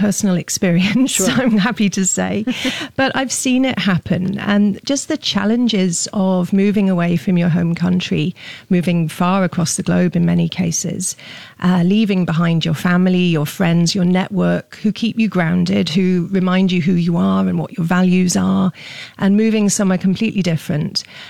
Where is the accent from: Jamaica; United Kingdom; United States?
United Kingdom; now in Singapore; I feel I'm looking at it through a British lens, being a British woman living here, writing about a British woman visiting here.